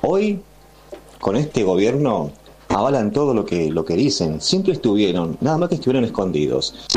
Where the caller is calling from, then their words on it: Moreno, Buenos Aires Province, Argentina; de Moreno.